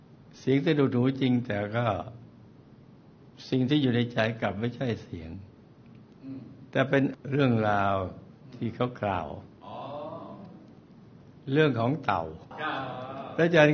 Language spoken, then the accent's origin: Thai; Hat Yai, Songkhla, Thailand; กระผมเป็นลูกคนจีนโดยกำเนิดบ้านเดิมอยู่หาดใหญ่จบการศึกษาจากมหาวิทยาลัยหาดใหญ่